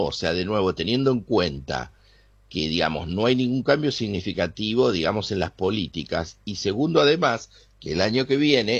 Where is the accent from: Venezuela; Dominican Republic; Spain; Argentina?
Argentina